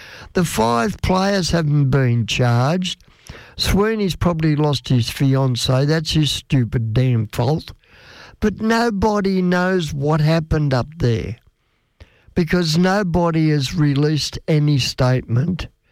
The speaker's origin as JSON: {"language": "English", "country": "Australia", "said": "we are Australian. I am an Aussie."}